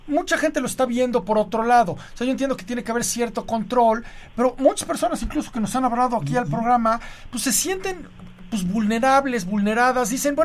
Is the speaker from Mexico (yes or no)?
yes; Mexico